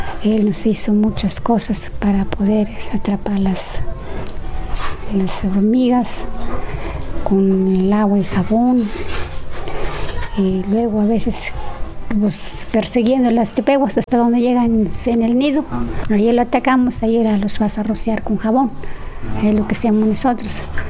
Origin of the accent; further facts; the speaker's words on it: Nuevo Chintipán, Veracruz, Mexico; soy de Nuevo Chintipán.